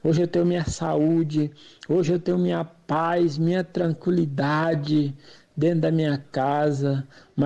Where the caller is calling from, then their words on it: Inhumas, Goiás, Brazil; Sou aqui da cidade de Inhumas, Goiás.